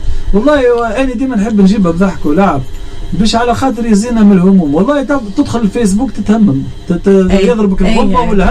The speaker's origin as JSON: {"language": "Arabic", "country": "Tunisia", "said": "احنا بلاد تونسيه"}